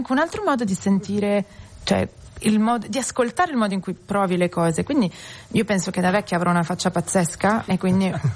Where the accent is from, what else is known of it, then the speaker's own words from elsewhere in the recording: Milan, Lombardy, Italy; sono milanese